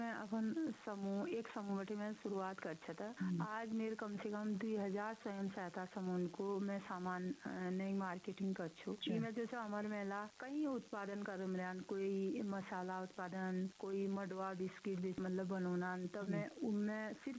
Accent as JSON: {"language": "Hindi", "town": "Ghunsar", "region": "Uttarakhand", "country": "India", "said": "और मैं जिला पिथौरागढ़ छूँ और मेरे गांव घुनसर गांव छ"}